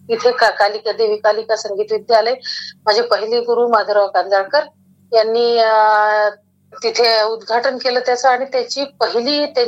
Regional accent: Mudkhed, Maharashtra, India; माझं बालपण सगळं मुदखेड मध्ये गेलं। नांदेड जिल्ह्यामध्ये मुदखेड गाव आहे आणि मुदखेडचाच माझा जन्म। तसे ऍक्च्युली आम्ही आंध्र प्रदेश जो आहे बासर सरस्वतीच तिथले आहोत आम्ही।

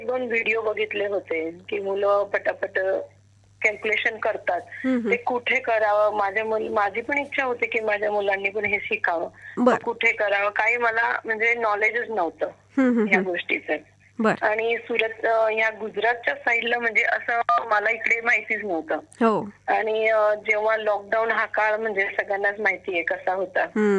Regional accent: Nashik, Maharashtra, India; moved away as an adult; also born or lived in Mumbai / Gujarat; now in Surat, India; मुंबईचा जन्म, आई मुंबई, नंतर मग नाशिकला लग्न झालं आणि माझा जन्म नंतर मग तिकडनं मी मोठी झाली मग नाशिक मध्ये. आणि माझं लग्न झालं मग नंतर गुजरात. आता काय हा प्रवास आहे माझा, त्याच्यामुळे मला चांगलं असं मराठी पण चांगलं बोलता येतं.

